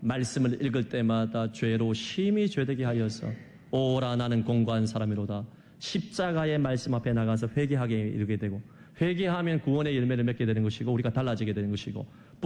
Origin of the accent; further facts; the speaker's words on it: Gyeongsang, South Korea; 저도 경상도 남자라서 표현에 그렇게 익숙하지 못합니다.